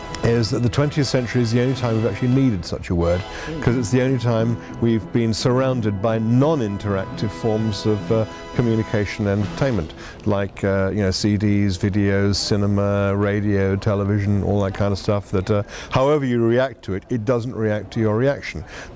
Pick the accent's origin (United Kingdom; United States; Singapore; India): United Kingdom; I'm British and we are pedantic.